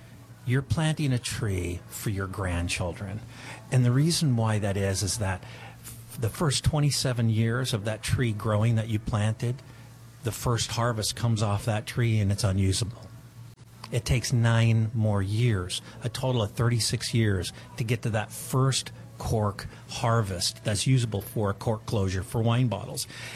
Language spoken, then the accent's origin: English; Los Angeles, California, United States; also born or lived in Cucamonga Valley, Ontario, California; Well, coming out of Southern California in the Los Angeles area, I grew up in the Hollywood, L.A. area.